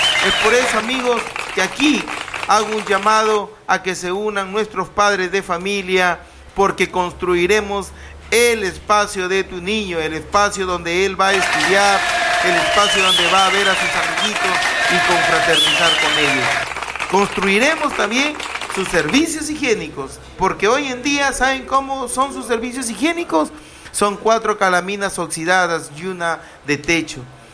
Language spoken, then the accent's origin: Spanish; Túcume, Lambayeque, Peru; born there; quiero de cariño a mi pueblo. Amo a esta tierra que me dio nacer. Soy orgullosamente tucumano. Quiero a mi pueblo.